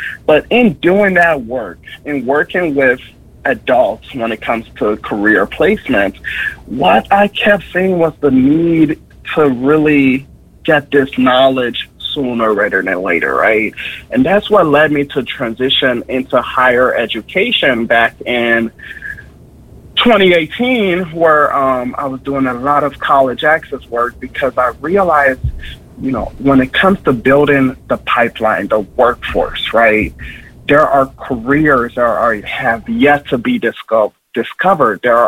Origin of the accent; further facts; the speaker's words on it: Minnesota, United States; also born or lived in Liberia; I am born in Liberia, West Africa, came to the U.S. at a fairly young age, right? Reality is I was raised in Minnesota, educated in Minnesota, attended Osseo Senior High